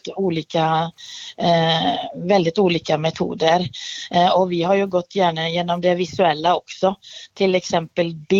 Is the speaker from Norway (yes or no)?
yes; Norway; I Norge, där jag kommer ifrån ursprungligen, så har vi ofta två lärarsystem.